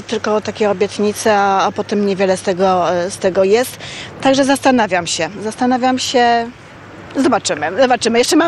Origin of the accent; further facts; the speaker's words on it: Kraków, Lesser Poland, Poland; Ja jestem z Huty, więc trochę taki mam sentyment.